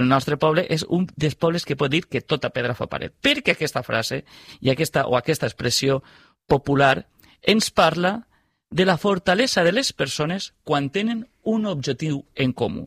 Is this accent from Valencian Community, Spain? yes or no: yes; Les Alqueries, Valencian Community, Spain; jo conec gent del nostre poble que viu en Artana. Nosaltres som dels Alqueries.